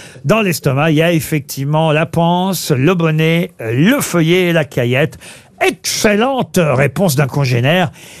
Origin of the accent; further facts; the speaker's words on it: France; Ça, c'est chez nous en France. Pas en Belgique.